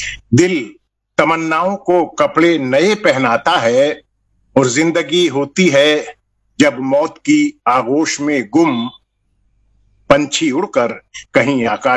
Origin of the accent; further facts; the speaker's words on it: Uttar Pradesh, India; moved away as an adult; now in Moradabad, India; मैं मुरादाबाद जनपद के पास ही एक गांव है पूरी रवाना